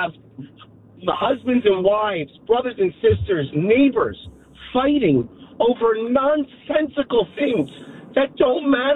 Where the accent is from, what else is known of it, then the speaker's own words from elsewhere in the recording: United States; And when I lived there, it's amazing as an American